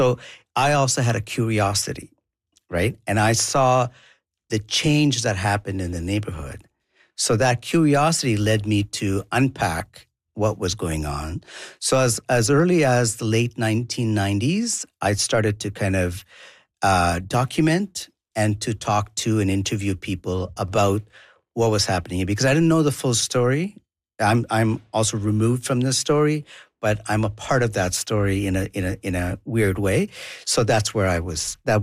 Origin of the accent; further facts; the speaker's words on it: South India, India; first language Tamil; English is a second language; I was raised, born and raised in India, in southern India. I'm also Tamil heritage, so my mother tongue is Tamil.